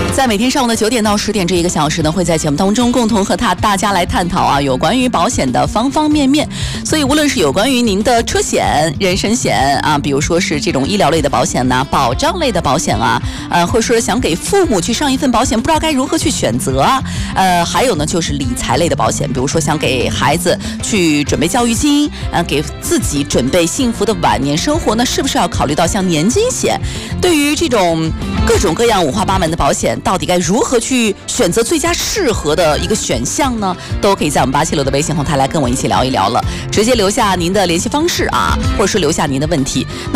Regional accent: Taiyuan, Shanxi, China; moved away; 刚好去到了我的老家山西。其实山西这地儿呢最近几年特别的火，我自己作为山西太原人，我也是十分的骄傲啊。

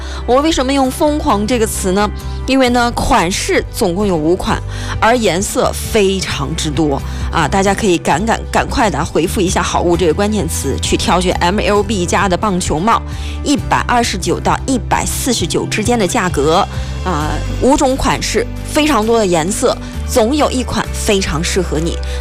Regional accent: China

